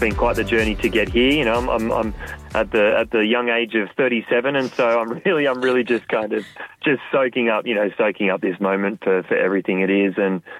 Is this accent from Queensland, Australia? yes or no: no; Batemans Bay, New South Wales, Australia; I'm on my way down the South Coast, and I'm so excited to play in my hometown. It's been a long time since I've played on the South Coast.